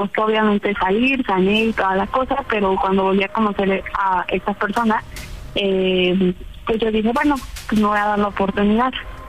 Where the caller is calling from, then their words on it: Mexico City, Mexico; Tengo 21 años y soy de la Ciudad de México.